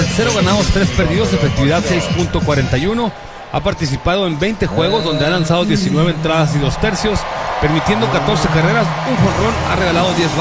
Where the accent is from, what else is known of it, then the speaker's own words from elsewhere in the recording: Navojoa, Sonora, Mexico; Somos todos de Navojoa